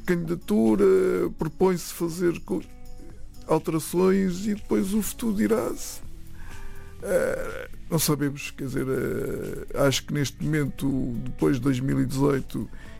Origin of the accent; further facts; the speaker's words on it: Luanda, Angola; born there; não tenho quase 64 anos sócio do Sporting Portugal, porque nasci em Luanda.